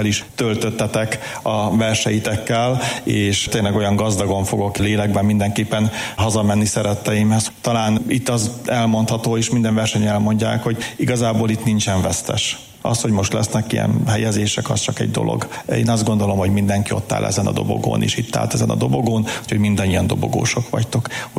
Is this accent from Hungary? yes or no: yes; Mándok, Szabolcs-Szatmár-Bereg, Hungary; moved away; a saját szülőfalumba, a Mándokon